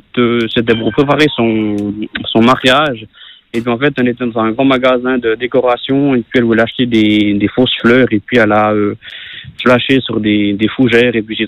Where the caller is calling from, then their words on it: Courchavon, Jura, Switzerland; moi, je suis de Courchavon.